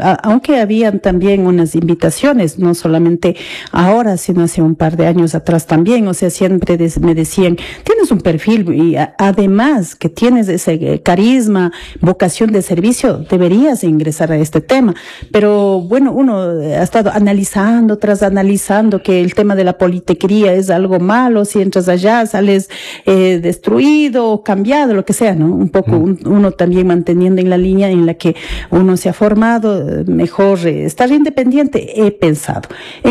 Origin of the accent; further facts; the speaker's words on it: San Simón parish, Bolívar, Ecuador; Soy una guarandeña nacida en la parroquia San Simón, comunidad de Potrerillos. Esto queda ubicado en la vía Riobamba, en el sector de Herrerías, de donde provengo.